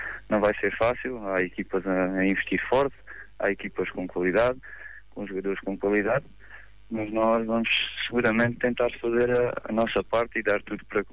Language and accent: Portuguese; Ourique, Alentejo, Portugal; é o clube da minha terra, não é?